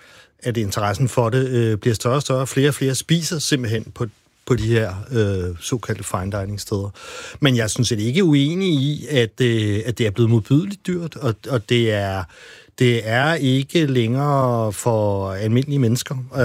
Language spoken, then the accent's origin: Danish; Copenhagen, Capital Region of Denmark, Denmark